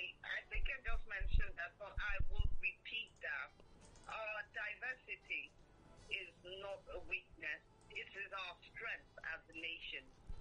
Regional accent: Nigeria

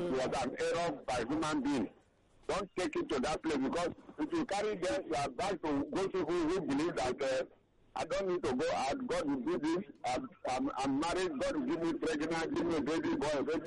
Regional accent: Nigeria; I'm a Nigerian. Wherever I find myself, I'm a Nigerian.

